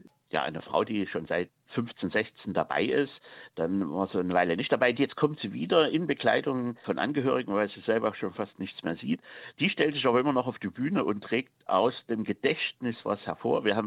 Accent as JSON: {"language": "German", "region": "Saxony", "country": "Germany", "accent": "Saxon dialect"}